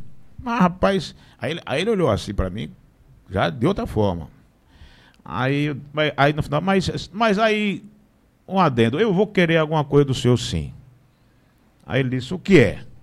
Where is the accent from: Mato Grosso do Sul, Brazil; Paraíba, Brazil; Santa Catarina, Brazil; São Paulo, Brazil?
Paraíba, Brazil